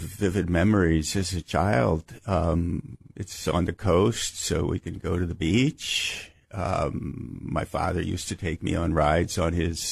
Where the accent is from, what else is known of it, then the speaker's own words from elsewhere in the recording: United States; also born or lived in Japan; It's different because I'm an American, and this is a very small city in the early 1960s. So the principal other foreigners into the city were my sisters.